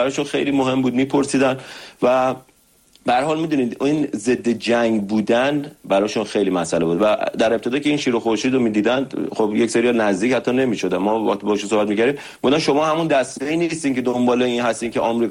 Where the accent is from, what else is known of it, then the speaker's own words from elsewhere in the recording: Iran; ما ایرانی هستیم